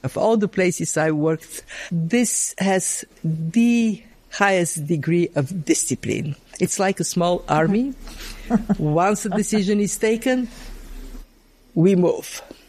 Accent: Bulgaria; I grew up in Bulgaria on the other side of the Iron Curtain. My mother lost all her savings because of hyperinflation.

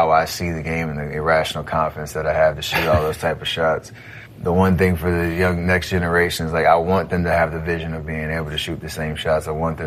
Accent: Charlotte, North Carolina, United States; Growing up in Charlotte, where my dad played for 10 years for the Charlotte Hornets

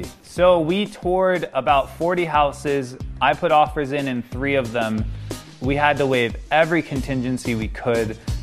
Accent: Rootstown, Ohio, United States; also born or lived in Akron, Ohio; I grew up in Ohio in a little suburb called Rootstown. My mom and my dad were there for about 6 years of my life.

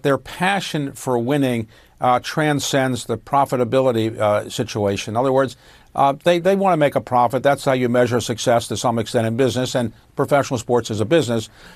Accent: Baltimore, Maryland, United States; I'm from Baltimore, and I grew up and got a public education there. My parents are buried there. I'll be buried in Baltimore.

